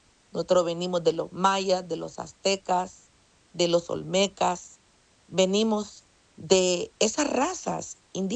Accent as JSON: {"language": "Spanish", "country": "Honduras", "said": "soy de Honduras. ¿Y de qué de raza es? Yo no me siento orgullosa de decir soy española. No. Soy indígena. Vengo de una raza maya"}